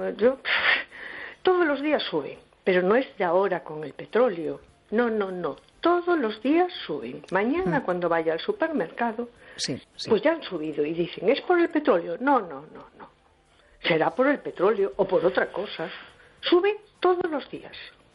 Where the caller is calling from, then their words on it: A Coruña, Galicia, Spain; de Coruña